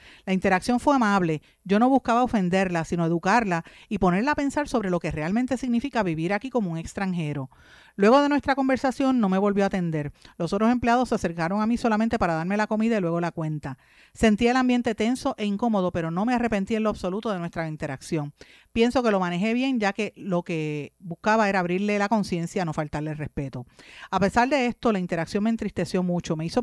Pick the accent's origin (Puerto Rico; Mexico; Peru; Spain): Puerto Rico